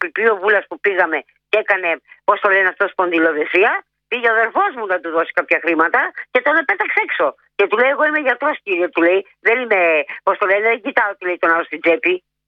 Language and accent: Greek; Chalkida, Central Greece, Greece; Γιατί είμαι από τη Χαλκίδα και δεν τη γυρίζω πίσω.